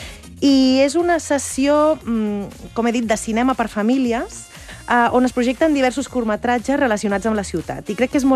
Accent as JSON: {"language": "Catalan", "town": "Barcelona", "region": "Catalonia", "country": "Spain", "tie": "born or raised there", "said": "Sant Andreu, que és el meu poble. Bueno, ja aniràs veient que jo soc molt andreuenca, estic molt arrelada al meu poble."}